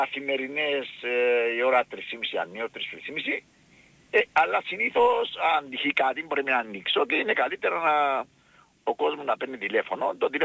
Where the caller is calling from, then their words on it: Mosfiloti, Larnaca District, Cyprus; για το χωριό μου, για την Κύπρο μας.